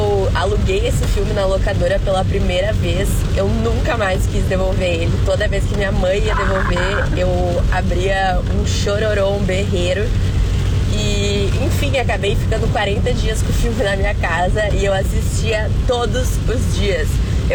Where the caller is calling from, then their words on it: Cidreira, Rio Grande do Sul, Brazil; Tô falando aqui de Cidreira, indo pro trabalho.